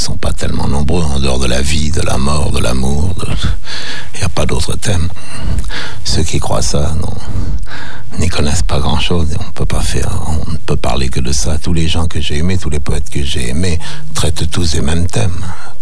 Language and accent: French; Sète, Occitanie, France; j'ai bien mérité de ma ville natale